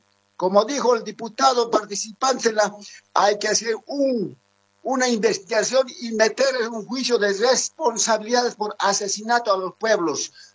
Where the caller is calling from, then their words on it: Santa Cruz, Bolivia; desde Guarne, Santa Cruz, Satélite Norte.